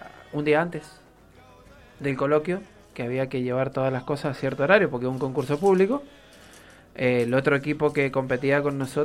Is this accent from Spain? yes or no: no; Mendoza, Argentina